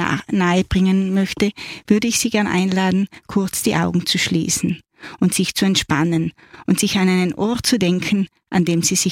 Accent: Trentino-Alto Adige, Italy; now in Austria; Ich bin Südtirolerin, lebe aber nun seit über 35 Jahren in Österreich

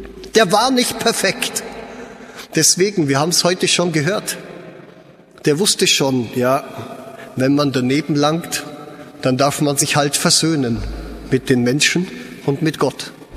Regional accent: Bavaria, Germany; born there; eine Heilige aus dem Bayernland, ich bin ein gebürtiger Bayer, ein Zugereister quasi

